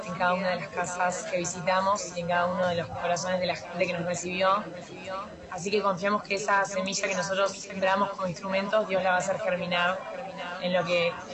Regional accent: Bella Vista, Buenos Aires Province, Argentina; Venimos de Buenos Aires, de Bellavista.

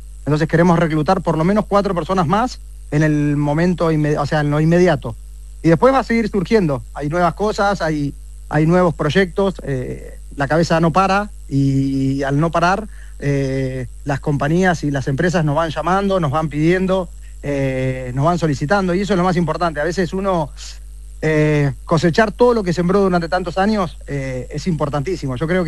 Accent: General Villegas, Buenos Aires Province, Argentina; yo nací y me crié en Villegas, o sea, fui toda la vida en Villegas

